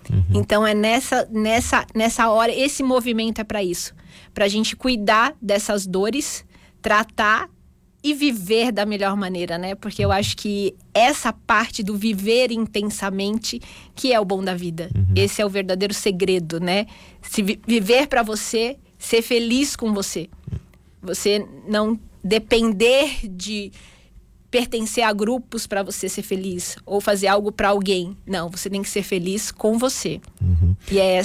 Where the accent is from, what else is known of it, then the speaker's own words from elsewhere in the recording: São Paulo, Brazil; now in Garibaldi, Brazil; Eu venho de São Paulo, então chegar em Garibaldi, ser uhum, essa cidade tranquila